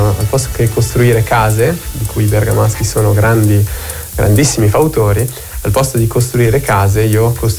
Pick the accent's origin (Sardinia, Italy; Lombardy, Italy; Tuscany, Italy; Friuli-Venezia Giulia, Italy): Lombardy, Italy; Albino; io in effetti sono originario di Albino